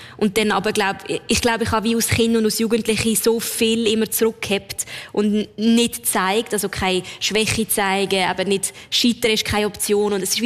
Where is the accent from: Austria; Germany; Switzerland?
Switzerland; Lucerne; moved away as an adult; now in Zurich, Switzerland; Also ich bin dann von Luzern auf Zürich gezogen und das erste Mal wieder etwas Eigenes.